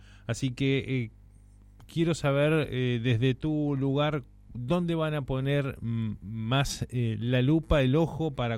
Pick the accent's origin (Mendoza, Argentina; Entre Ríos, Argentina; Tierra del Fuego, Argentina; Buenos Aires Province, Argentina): Tierra del Fuego, Argentina; somos blancos los fueguinos